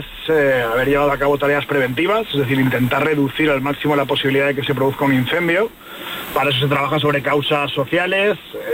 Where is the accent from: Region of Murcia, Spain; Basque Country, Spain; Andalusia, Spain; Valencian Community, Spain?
Valencian Community, Spain; Valencia